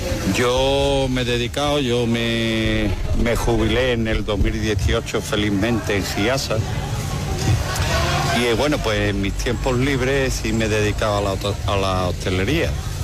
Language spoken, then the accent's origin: Spanish; Bollullos Par del Condado, Andalusia, Spain; Yo soy de Bollullo Par del Condado. Tierra de vino.